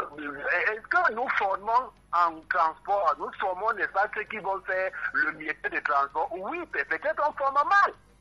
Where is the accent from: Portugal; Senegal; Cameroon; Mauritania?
Cameroon; Comme nous sommes colons, nous sommes français, camerounais, nous sommes camerounais étant français